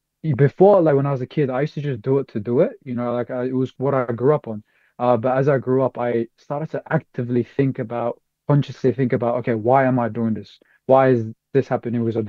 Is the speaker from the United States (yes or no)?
no; Australia; yes, I'm born in Australia. I was raised in Australia, everything, but I'm not Australian at all. I'm Uyghur.